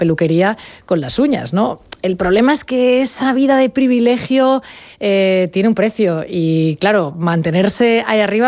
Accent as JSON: {"language": "Spanish", "town": "Sant Feliu de Llobregat", "region": "Catalonia", "country": "Spain", "said": "Yo había estado trabajando en Barcelona hasta aquel momento, porque soy de San Feliu Llobregat"}